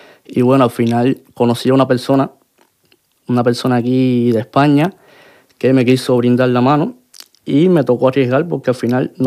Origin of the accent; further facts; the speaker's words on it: Cuba; moved away as an adult; now in Spain; yo salí de Cuba